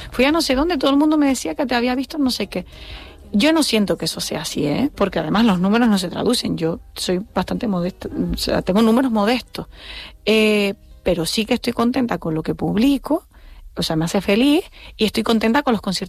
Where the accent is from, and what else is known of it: Tacoronte, Canary Islands, Spain; born there